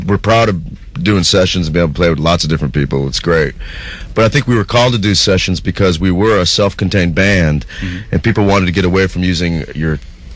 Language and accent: English; Hartford, Connecticut, United States; born there; moved away; We were brought up in Hartford. We first were born and raised in Hartford for a while.